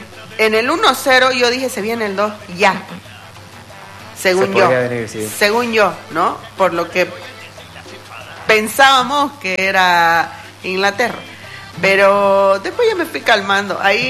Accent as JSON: {"language": "Spanish", "country": "Bolivia", "said": "No conoces a nadie, pero al final todos somos bolivianos. Es el único momento donde decimos sí, ¿no? Caemos en que todos somos bolivianos."}